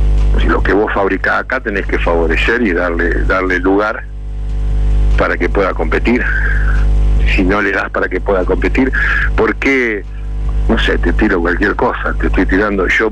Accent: Argentina; mientras como argentinos mantengamos la grieta

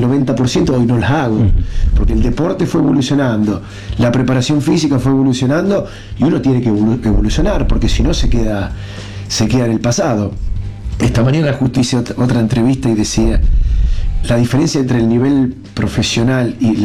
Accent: Arequito, Santa Fe, Argentina; born or raised there; also born or lived in Buenos Aires; now in Perugia, Italy

